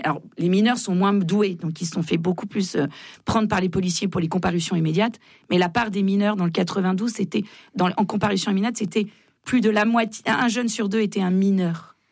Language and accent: French; Nanterre, Île-de-France, France; moi, je suis de Nanterre, pas de police municipale. La nuit, il y a une voiture pour Nanterre.